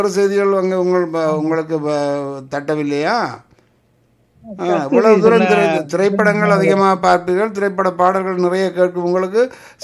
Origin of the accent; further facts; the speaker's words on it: India; born there; moved away; எங்கள் பிறந்த நாடு ஆன்மீக நாடு இந்தியாவிலே இருந்து நாங்கள் மேல நாடுகளுக்கு வந்தாலும் இன்னும் நாங்கள் ஆன்மீகத்தை பின்பற்றுகிறோம்.